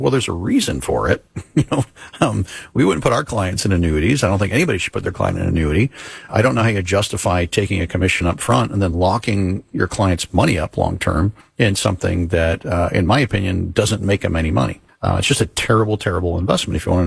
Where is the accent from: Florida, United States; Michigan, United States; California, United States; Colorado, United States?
Florida, United States; Yeah, I was born and raised in Florida. I guess that surprises me a little.